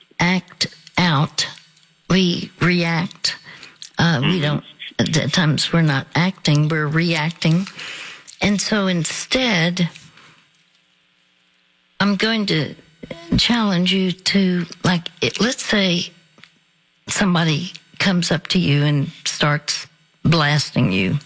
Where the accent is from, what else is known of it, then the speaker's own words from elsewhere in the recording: Dallas, Texas, United States; and they would come to Dallas. I'm from Dallas.